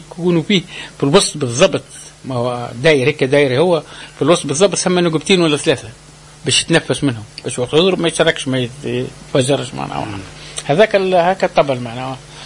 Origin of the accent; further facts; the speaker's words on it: Tunisia; عندنا في مارس